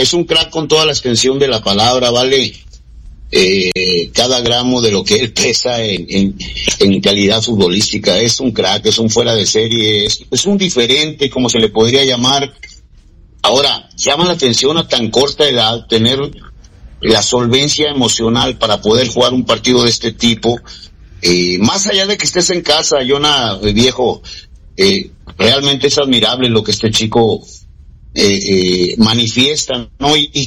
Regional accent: Mexico; nosotros como mexicanos

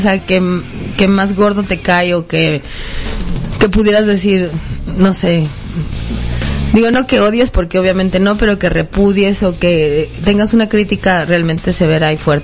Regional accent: Atizapán de Zaragoza, State of Mexico, Mexico; No, pues yo soy de Atizapán.

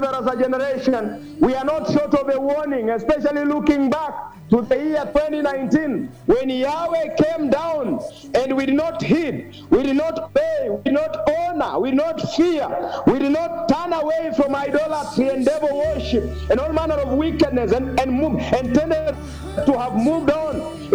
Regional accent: Kenya; as a Kenyan, especially as a church in Kenya

